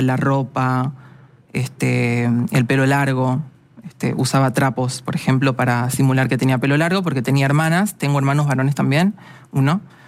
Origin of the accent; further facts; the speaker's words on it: Tafí Viejo, Tucumán, Argentina; born there; moved away as an adult; now in Buenos Aires, Argentina; Yo nací en Tucumán, sí, en la ciudad de Tafí Viejo, y a los 21 años, me vine a Buenos Aires, sí, con mi pareja.